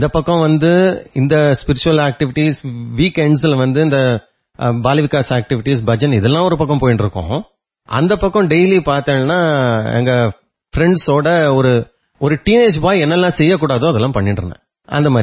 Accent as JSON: {"language": "Tamil", "town": "Chennai", "region": "Tamil Nadu", "country": "India", "tie": "born or raised there", "also_born_or_lived": "Madurai / Salem", "said": "நான் வந்து 1967 19 அக்டோபர் வந்து சென்னையில பிறந்தேன். அதுக்கப்புறம் வந்து மதுரை, சேலம், அகெயின் மதுரை, அப்புறம் சென்னை, இங்கதான் என்னோட லைஃபே நடந்தது 10th வரைக்கும்."}